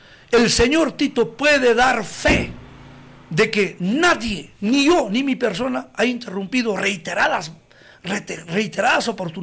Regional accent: Coracora, Ayacucho, Peru; moved away as an adult; yo he regresado a mi tierra, a mi querida Coracora

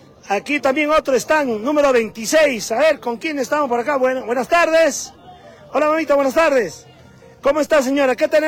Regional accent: Coracora, Ayacucho, Peru; ¿Qué le parece mi tierra, Coracora?

